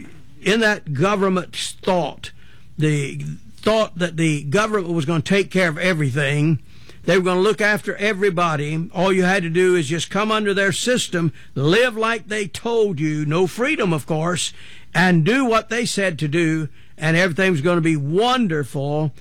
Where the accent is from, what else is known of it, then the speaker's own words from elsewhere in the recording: North Carolina, United States; Hey, listen, I'm not from New York. I am from North Carolina.